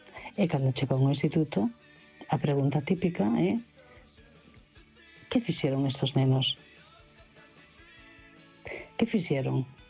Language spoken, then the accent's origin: Galician; Vigo, Galicia, Spain; Hola, boa noite a todos.